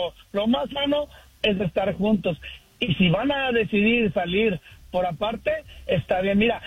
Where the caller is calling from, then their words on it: Sacramento, California, United States; aquí de Sacramento … buenos días a todos. Y arriba Michoacán.